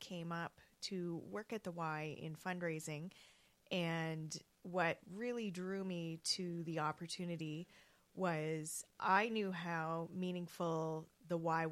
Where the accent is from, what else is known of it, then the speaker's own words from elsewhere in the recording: Fredericton, New Brunswick, Canada; And I grew up in Fredericton